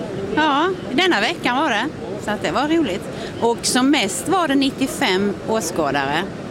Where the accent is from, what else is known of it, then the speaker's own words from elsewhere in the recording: Karlshamn, Blekinge, Sweden; Vi kommer från Karlshamn. Sen 2017 köpte vi en stuga här uppe. Så det är därför vi är här nu på långsemester.